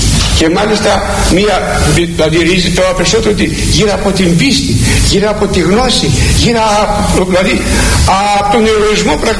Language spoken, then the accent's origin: Greek; Greece; σαν Έλληνες